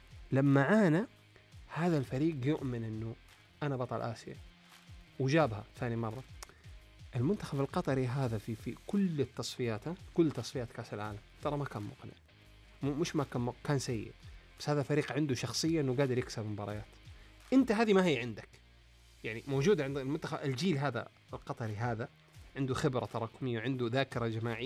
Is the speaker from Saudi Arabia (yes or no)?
yes; Saudi Arabia; إحنا اليوم كسعوديين